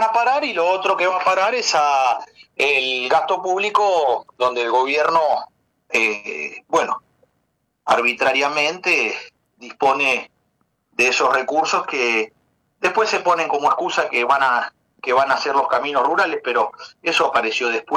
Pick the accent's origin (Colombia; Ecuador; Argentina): Argentina; los argentinos